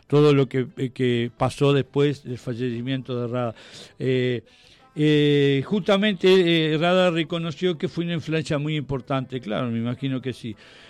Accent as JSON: {"language": "Spanish", "country": "Uruguay", "said": "yo no soy inglés, soy uruguayo y hablo español"}